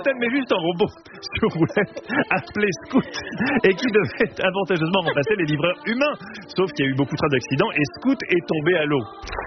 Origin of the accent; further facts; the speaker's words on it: France; chez nous, en France, pays des mille fromages